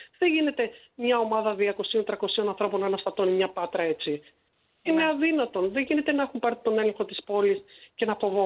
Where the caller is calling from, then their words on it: Patras, Western Greece, Greece; είμαστε περίπου 300.000 πατρινοί.